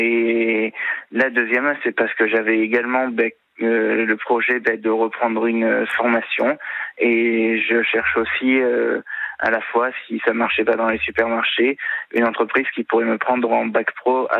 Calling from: Pignans, Provence-Alpes-Côte d'Azur, France

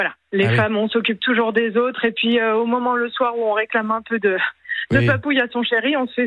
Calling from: Nice, Provence-Alpes-Côte d'Azur, France; Moi, je suis à Nice.

